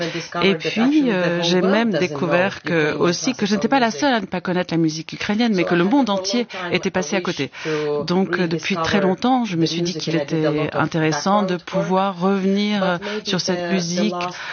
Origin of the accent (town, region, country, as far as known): Finland; born or raised there